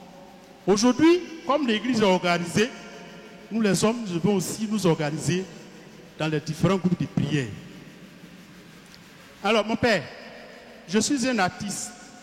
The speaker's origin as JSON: {"language": "French", "town": "Abobo", "region": "Abidjan", "country": "Côte d’Ivoire", "said": "membre de Hope Nouvelle. Je viens d'Abobo, à Boukatier, Saint-Jean-Baptiste."}